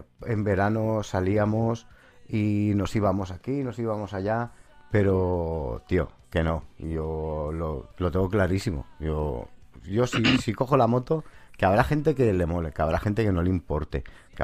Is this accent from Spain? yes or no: yes; Valencian Community, Spain; now in Almansa, Spain; yo es que no soy ni de aquí, yo soy valenciano, pero vivo aquí en Almansa.